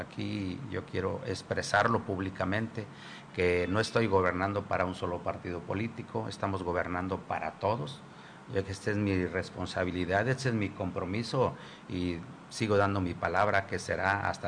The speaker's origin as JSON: {"language": "Spanish", "town": "San José de las Flores", "country": "Mexico", "tie": "born or raised there", "said": "nací en San José de las Flores, ya hace muchos años. Crecí en San José de las Flores, sigo viviendo en San José de las Flores"}